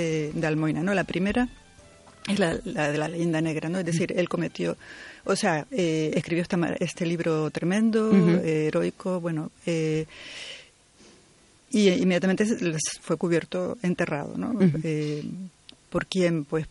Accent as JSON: {"language": "Spanish", "region": "Canary Islands", "country": "Spain", "said": "De la isla de Gran Canaria."}